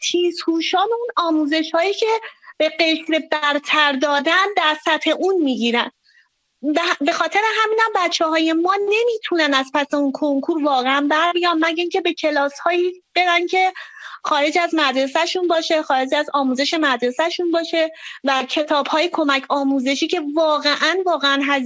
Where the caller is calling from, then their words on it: Tehran, Tehran Province, Iran; من از تهران هستم، ایران عزیزمون.